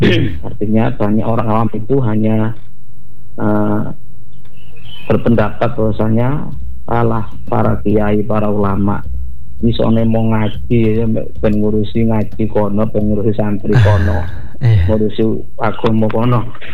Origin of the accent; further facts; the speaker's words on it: Keling, East Java, Indonesia; Karena kakek saya di daerah, saya dari daerah Keling.